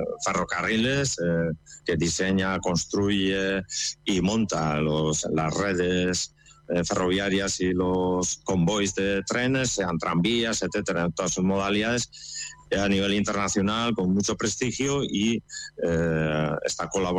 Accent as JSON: {"language": "Spanish", "region": "Basque Country", "country": "Spain", "said": "Como ciudadanos de Euskal Herria y como parte europea, somos parte del engranaje imperialista"}